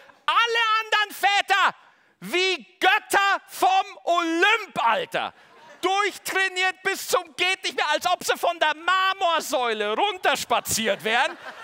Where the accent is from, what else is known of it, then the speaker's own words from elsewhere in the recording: Straubing, Bavaria, Germany; born there; weil ich bin in Bayern geboren. Ne? Und ich habe eine Tante, ne? Die lebt in Kam, die ist 84 Jahre alt. Kam, ist das irgendwie ein Begriff? Das ist so, ich bin in Straubing geboren, ne?